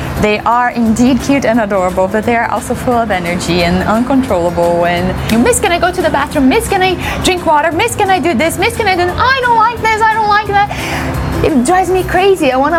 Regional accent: Brazil; moved away as an adult; now in Lebanon; I'm from Brazil.

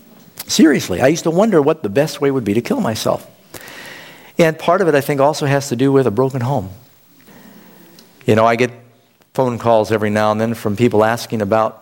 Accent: New York City, New York, United States; Well, we grew up in New York City and lived on 51st Street on the east side, 81st Street on the west side.

